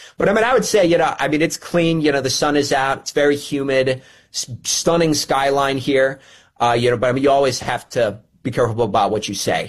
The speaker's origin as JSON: {"language": "English", "town": "Cleveland", "region": "Ohio", "country": "United States", "tie": "born or raised there", "lives_now": "Qatar"}